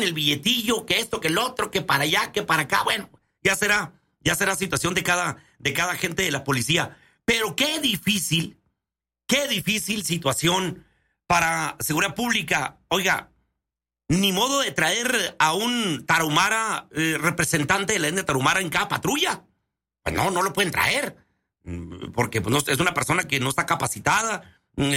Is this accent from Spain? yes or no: no; Camargo, Chihuahua, Mexico; born there; los que nacimos en Camargo